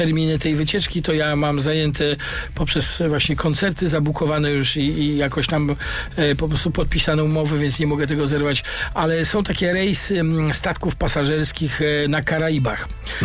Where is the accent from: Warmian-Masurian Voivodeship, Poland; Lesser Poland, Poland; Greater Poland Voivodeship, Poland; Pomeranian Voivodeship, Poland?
Pomeranian Voivodeship, Poland; Gdańsk; moved away as an adult; also born or lived in Łódź; pochodzę z Gdańska i urodziłem się nad morzem, a mój ojciec był marynarzem